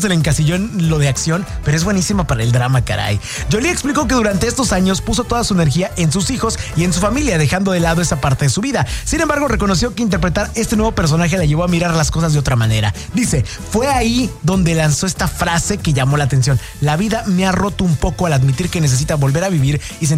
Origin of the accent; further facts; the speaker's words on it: Mexico; Es que también somos mexicanos, pedimos al límite.